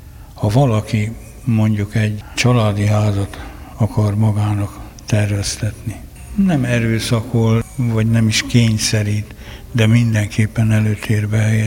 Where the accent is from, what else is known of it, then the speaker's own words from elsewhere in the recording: Jászberény, Jász-Nagykun-Szolnok, Hungary; Jászberényi vagyok